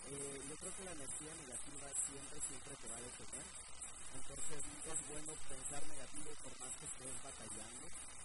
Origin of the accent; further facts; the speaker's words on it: Oaxaca, Mexico; Originario de Oaxaca.